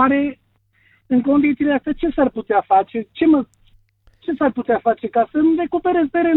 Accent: Fildu de Jos, Sălaj County, Romania; sunt din Fildul de Jos, județul Sălaj.

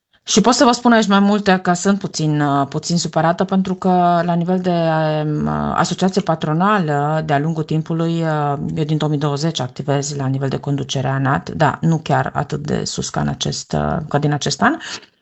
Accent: Baia Mare, Maramureș County, Romania; eu sunt din Baia Mare

